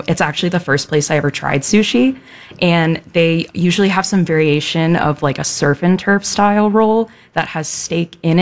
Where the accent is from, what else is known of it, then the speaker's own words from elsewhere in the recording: near Geauga County, Ohio, United States; I was raised right outside of Geauga County. So this was kind of a fun one for me to do because it kind of felt like a hometown tour.